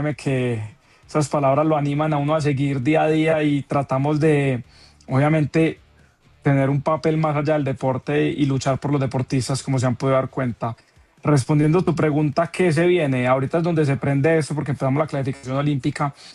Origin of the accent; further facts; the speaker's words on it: Colombia; lo que somos capaces los colombianos.